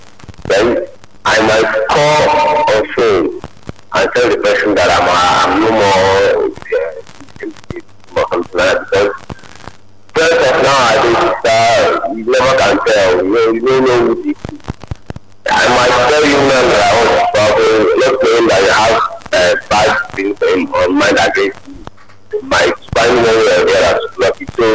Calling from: Lagos, Nigeria; so I'm calling from Lagos.

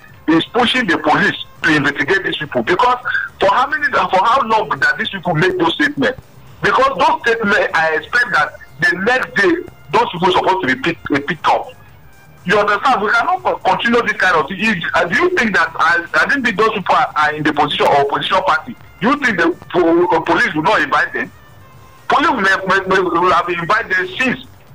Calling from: Ikeja, Lagos, Nigeria; calling from Ikeja.

